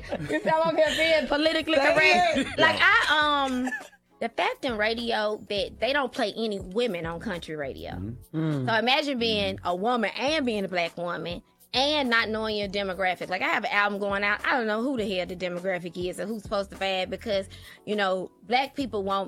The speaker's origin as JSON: {"language": "English", "region": "Tennessee", "country": "United States", "said": "I am from Tennessee. I am deep in country music."}